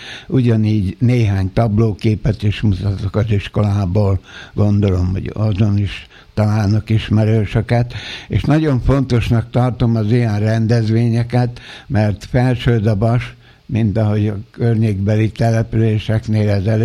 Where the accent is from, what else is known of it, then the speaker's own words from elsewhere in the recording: Budapest, Hungary; born there; az anyám már a eljövendő köröztapáméknál Budapesten várta a szülési időpillanatát, és így kórházba születtem 13. kerületben.